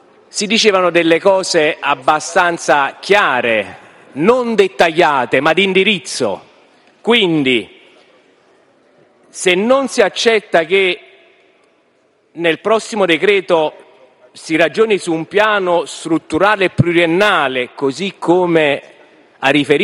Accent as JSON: {"language": "Italian", "region": "Campania", "country": "Italy", "said": "per il bene della mia terra, per il bene dei Campi Flegrei"}